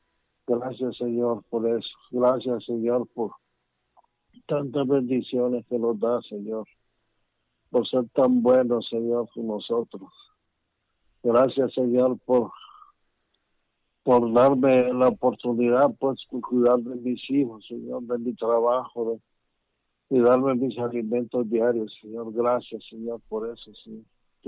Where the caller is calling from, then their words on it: Comayagua, Honduras; Llamamos de aquí, de Rosario Comayaguas.